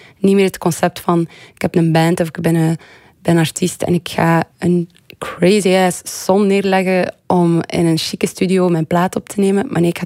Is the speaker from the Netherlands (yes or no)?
no; Hansbeke, Flanders, Belgium; Wij zijn opgegroeid in Hansbeke, dat is een dorp niet zo ver van Gent.